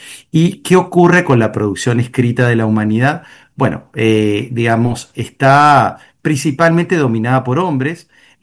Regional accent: Panama; nos enorgullece mucho como panameños

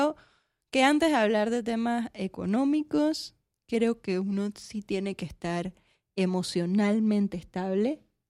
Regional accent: Panama; como panameña me gustaría ver es una educación más apegada a las necesidades de hoy en día.

